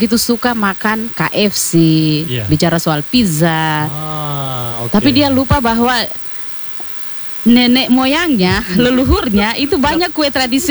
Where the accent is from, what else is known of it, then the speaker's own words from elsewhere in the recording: Southeast Sulawesi, Indonesia; identitas kita sebagai orang Muna, entah orang Buton